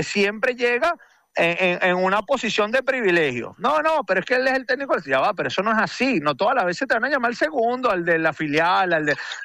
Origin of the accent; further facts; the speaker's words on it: Venezuela; ¿con qué nosotros como venezolanos nos damos por hechos?